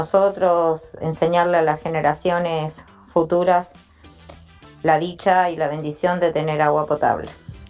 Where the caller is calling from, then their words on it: Congreso, Buenos Aires, Argentina; Hola, gente linda de Latina. … de Congreso.